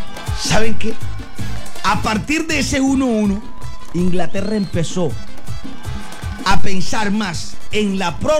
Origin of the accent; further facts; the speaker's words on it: Colombia; ¿cuántos colombianos somos nosotros?